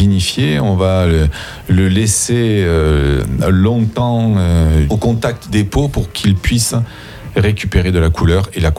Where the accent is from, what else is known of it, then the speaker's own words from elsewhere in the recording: Toulouse, Occitanie, France; je suis originaire de Toulouse et un chanteur toulousain fameux … a bercé mon enfance.